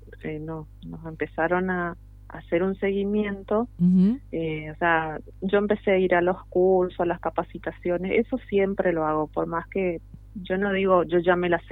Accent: Misiones, Argentina; now in Tolhuin, Argentina; Nosotros con mi esposo somos de Misiones.

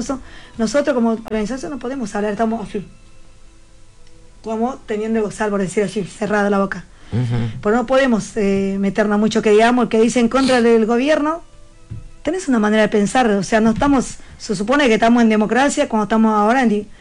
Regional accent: Bolivia; Yo también soy de Bolivia, no hablo quechua. Pero aprendí con el tiempo, con la gente que me rodea, aprendí quechua.

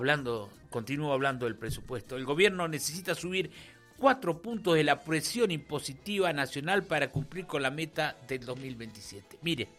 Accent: Tierra del Fuego, Argentina; moved away; Desde mi tierra.

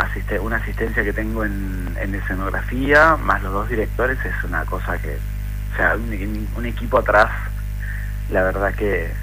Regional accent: Río Negro, Argentina; born there; yo soy nací en Río Negro.

